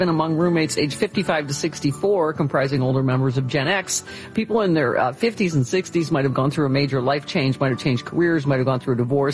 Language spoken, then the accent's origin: English; California, United States; Can I just say, as a Californian, get them out of our business.